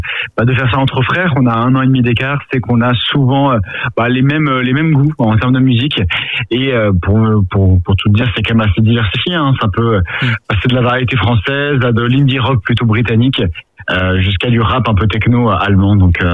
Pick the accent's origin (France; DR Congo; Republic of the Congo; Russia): France; Paris, Île-de-France; Alors nous on est originaire de Paris. On a pas mal voyagé dans notre vie